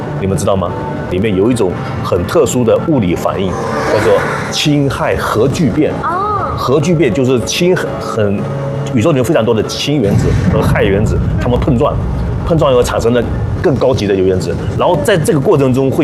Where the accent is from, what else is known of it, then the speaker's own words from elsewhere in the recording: China; 我们中国人还特别厉害，